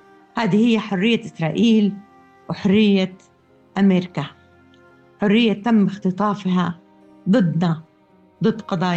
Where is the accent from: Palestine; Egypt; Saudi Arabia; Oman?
Palestine; now in Sanaa, Yemen; مع الألم والوجع اللي أبشعر فيه أنا كفلسطينية